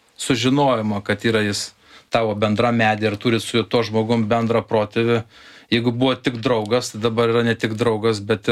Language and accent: Lithuanian; Anykščiai, Utena County, Lithuania; Na taip, mes labai susiję vieni su kitais, nes aš žiūrėjau, kai aš kilęs iš Anykščių, aš kaip parvažiuoju Anykščius